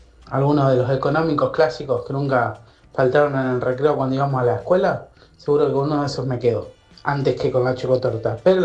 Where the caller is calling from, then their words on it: Zárate, Buenos Aires Province, Argentina; acá les habla … de Sárate